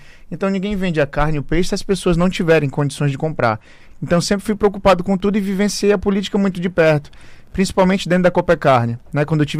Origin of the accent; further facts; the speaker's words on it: Roraima, Brazil; Eu me sinto, assim, como roraimense também, que sou roraimense